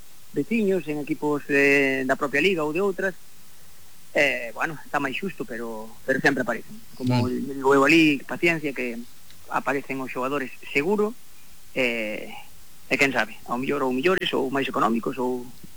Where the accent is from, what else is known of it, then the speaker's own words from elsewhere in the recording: Boiro, Galicia, Spain; Para mí non me veía nada mal, porque eu son de Boiro.